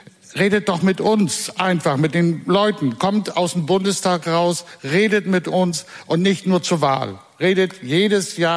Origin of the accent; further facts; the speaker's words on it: Rostock, Mecklenburg-Vorpommern, Germany; Ich komme aus Rostock Groß-Klein, einer der sogenannten, ich sage das ganz bewusst, sozialen Brennpunkte in Rostock